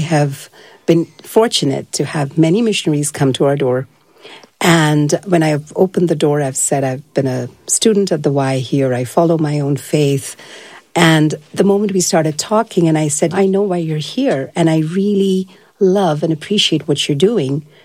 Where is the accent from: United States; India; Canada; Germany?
India; given I'm from India, land of diversity in every way, shape, and form